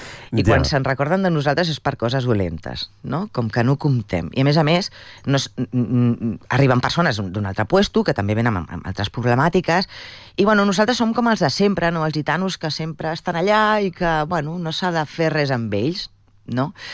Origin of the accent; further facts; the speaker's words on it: Catalonia, Spain; totes les persones que som catalans i que vivim a Catalunya